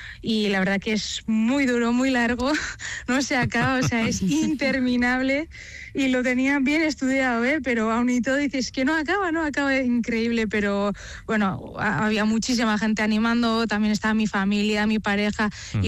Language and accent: Spanish; Zarautz, Basque Country, Spain; este año además el viernes la primera etapa sale de mi pueblo y acaba en mi pueblo, en Zarautz.